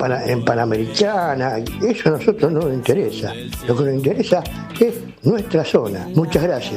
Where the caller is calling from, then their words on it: Rosario, Santa Fe, Argentina; Nosotros somos rosarinos santafesinos.